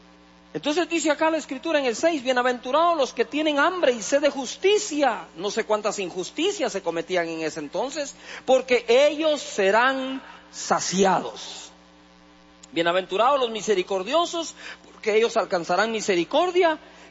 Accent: Guatemala

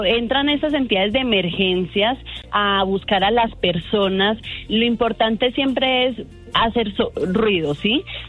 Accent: Colombia

